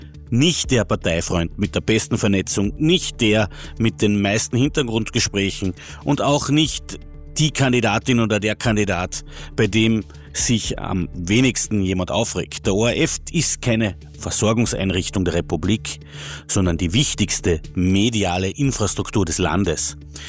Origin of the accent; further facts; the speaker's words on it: Krumpendorf, Carinthia, Austria; born there; now in Vienna, Austria; ich komme ursprünglich aus Krumpendorf